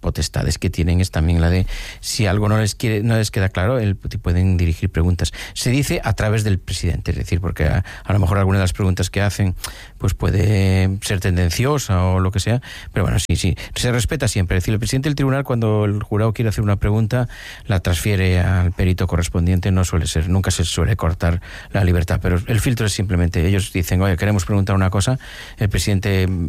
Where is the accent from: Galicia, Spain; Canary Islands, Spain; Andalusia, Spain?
Galicia, Spain; Yo soy gallego, aquí cualquier anciano de cualquier anciana de mi pueblo te dice enseguida lo que tienes según lo que haces.